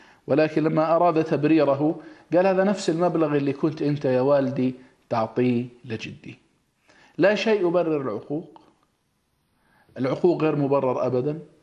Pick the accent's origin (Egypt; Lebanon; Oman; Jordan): Jordan; يعني البر والصلة والطاعة للوالدين من مميزات مجتمعنا الأردني بفضل الله تعالى.